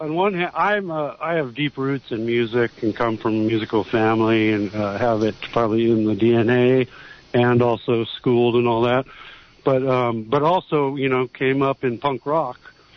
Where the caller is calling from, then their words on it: Monterey, California, United States; from Monterey and beyond.